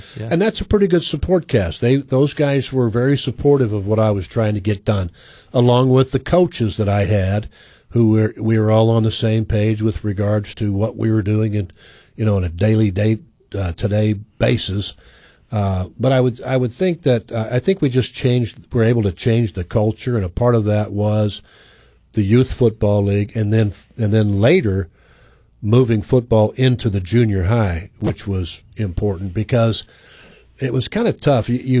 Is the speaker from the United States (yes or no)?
yes; Jacksonville, United States; Because I grew up in Jacksonville.